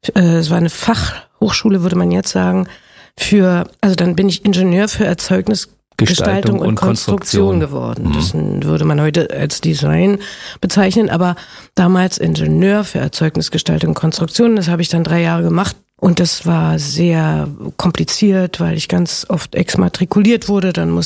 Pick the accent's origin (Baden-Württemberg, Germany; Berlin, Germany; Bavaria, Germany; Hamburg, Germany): Berlin, Germany; auf jeden Fall sind wir sehr nah voneinander und auch vom Stadion in der alten Försterei aufgewachsen.